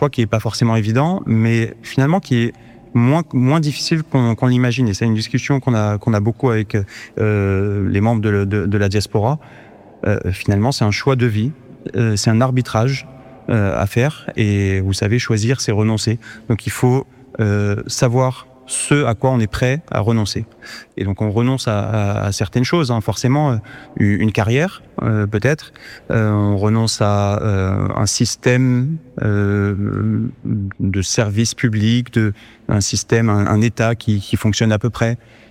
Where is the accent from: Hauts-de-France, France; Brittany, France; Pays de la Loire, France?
Pays de la Loire, France; Nantes; also born or lived in Iraq / Paris; je suis né en Irak en 90. Ma famille est arrivée en France en 91, donc je m'en souviens pas. Mais on s'est installé à Nantes, j'ai grandi à Nantes, et puis un peu à Paris sur la fin.